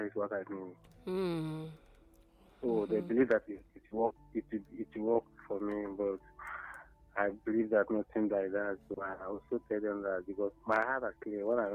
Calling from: Adamawa, Nigeria

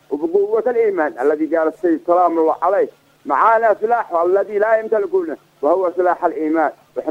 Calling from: Yemen; هذا احنا يمنيين

